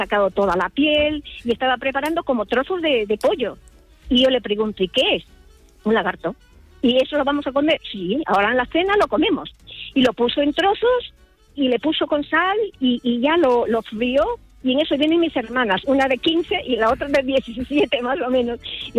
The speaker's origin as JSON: {"language": "Spanish", "town": "Yurimaguas", "region": "Loreto", "country": "Peru", "tie": "born or raised there", "moved": "yes", "lives_now": "Madrid, Spain", "said": "Yo soy peruana, llevo aquí en España como 40 años, pero... Sí. En mi pueblo, en Yurimaguas, la selva amazónica de Perú, departamento de Loreto, y nuestra capital es Iquitos."}